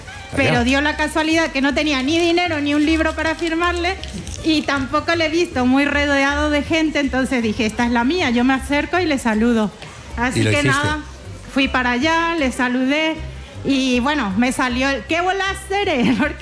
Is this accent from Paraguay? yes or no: yes; Paraguay; moved away as an adult; now in Spain; Soy una fiel oyente de vuestro programa. Soy paraguaya, llevo 18 años en España y desde que llegué